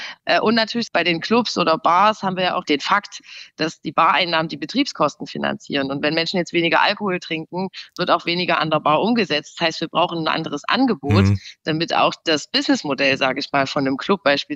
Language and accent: German; Saxony, Germany; Also ich komme aus dem Erzgebirge, da sagt man Glück auf.